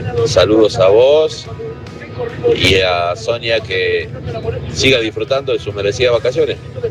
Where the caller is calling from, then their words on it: San Carlos de Bariloche, Río Negro, Argentina; de Bariloche reportándose aquí a la cofradía madrunochera. Ya en viaje hacia Menucos.